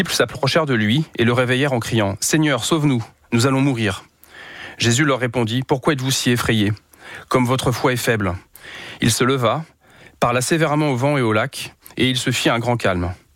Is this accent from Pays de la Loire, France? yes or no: yes; Pays de la Loire, France; now in Vannes, France; j'ai passé donc 24 heures donc dans le Maine-et-Loire, là où j'ai grandi, où mes parents avaient encore leur maison à cette époque-là.